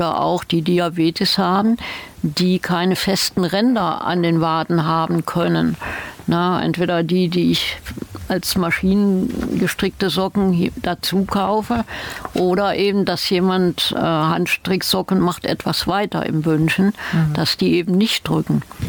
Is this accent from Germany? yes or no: yes; Aachen, North Rhine-Westphalia, Germany; Ich komme ja gebürtig aus Aachen.